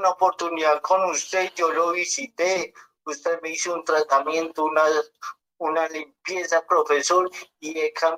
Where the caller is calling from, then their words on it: Cocorná, Antioquia, Colombia; De aquí en Cocorná, Antioquia